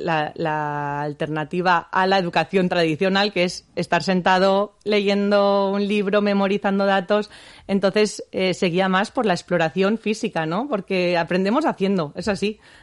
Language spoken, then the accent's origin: Spanish; Gatika, Basque Country, Spain; Yo soy de Gatica, exactamente.